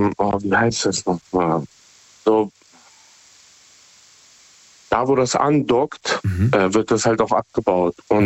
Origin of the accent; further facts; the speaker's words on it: Hamburg, Germany; Ich komme aus Hamburg.